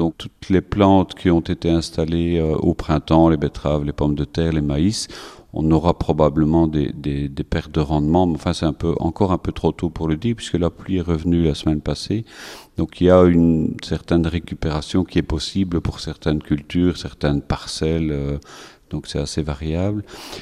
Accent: Leuze-en-Hainaut, Wallonia, Belgium; je viens de la région de Hatte, Leuze-en-Hainaut précisément.

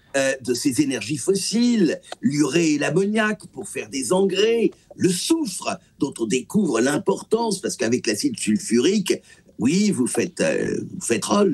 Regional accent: South-West, France; Il se trouve que je suis du Sud-Ouest

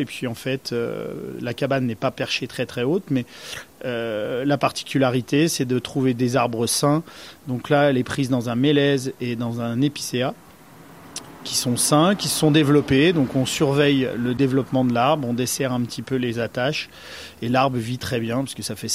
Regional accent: Saint-Jean-d'Aulps, Auvergne-Rhône-Alpes, France; Je suis originaire de Saint-Jean-d'Eau. Mes parents, mes grands-parents étaient ici aussi sur place. Et je suis fils et petit-fils de commerçants.

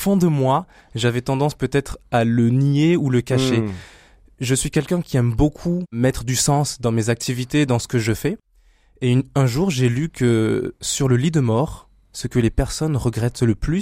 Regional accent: French Polynesia; now in Le Mans, France; Oui, alors … Je viens de Tahiti, de la Polynésie française, j'ai 29 ans, je suis marié et j'ai un enfant qui a 7 mois.

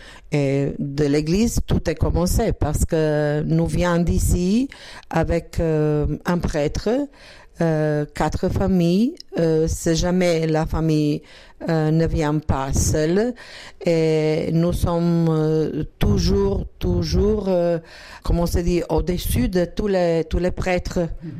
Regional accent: Zagreb, City of Zagreb, Croatia; French is a second language; Nous viendrons de Zagreb, de capitale, et nous habitons à une petite paroisse, mais pas petite.

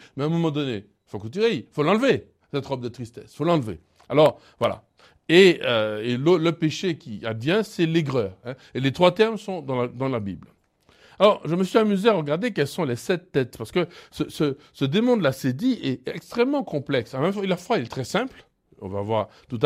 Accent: Martinique; chez nous en Martinique

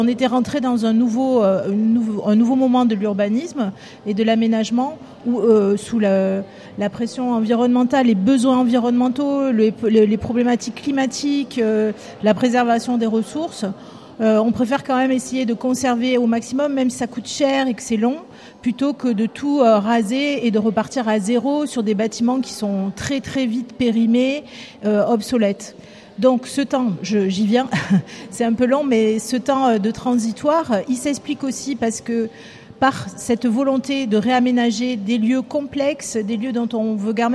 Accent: Marseille, Provence-Alpes-Côte d'Azur, France; je suis marseillaise

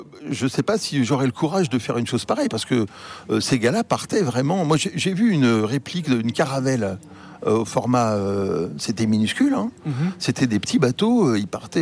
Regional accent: Martinique; moved away; also born or lived in Rouen, France; je suis né à Rouen, donc les Normands, de toute façon, sont des grands navigateurs, des voyageurs, et j'ai grandi à la Martinique

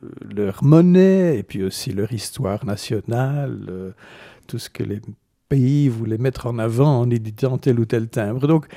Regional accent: Antwerp, Flanders, Belgium; J'ai grandi dans la région anversoise, région dont sont originaires mes parents. Mes parents étant issus de familles francophones de Flandre, mais j'ai donc grandi de façon bilingue et biculturelle. À la maison, c'était en français

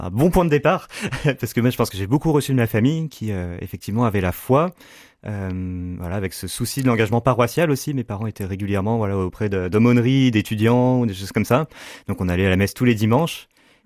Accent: Le Mans, Pays de la Loire, France; born or raised there

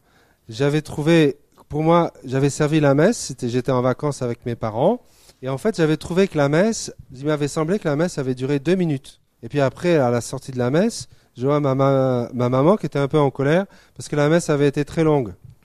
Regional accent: Provence-Alpes-Côte d'Azur, France; J'ai grandi dans une très belle région qui s'appelle la Provence, dans le sud de la France.

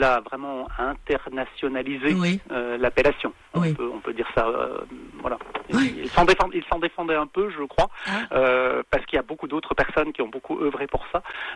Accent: Grand Est, France; Moi, je suis alsacien d'origine, voilà, et je trouve qu'il y a quelques concomitances avec l'Alsace au niveau des paysages.

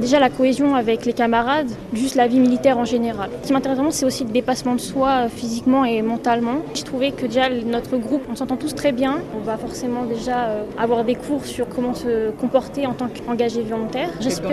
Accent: Normandy, France; j'ai 18 ans, je suis originaire de Normandie, dans l'Eure.

